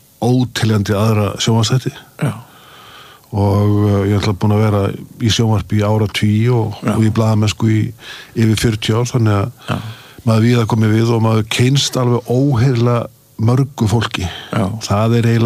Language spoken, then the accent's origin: Icelandic; Akureyri, Northeastern Region, Iceland; Það var alltaf dásamlega að alast upp á Akureyri.